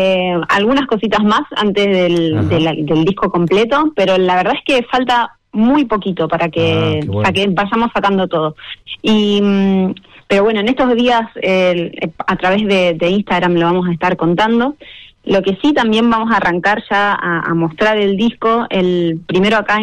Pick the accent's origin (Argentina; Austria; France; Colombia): Argentina; Rosario, Santa Fe; con Pablo somos acá compatriotas rosarinos.